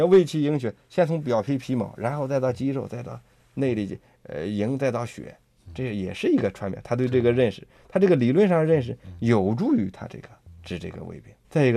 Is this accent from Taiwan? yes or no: no; Neiqiu, Hebei, China; 这个扁鹊祠就是在我们老家那儿，就是在